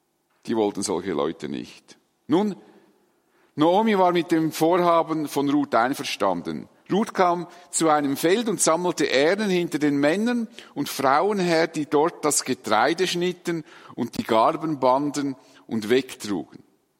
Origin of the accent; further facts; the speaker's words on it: Dietikon, Zurich, Switzerland; auf die Felder, wo ich aufgewachsen bin, in Dietikon, nahe von hier, nicht wahr?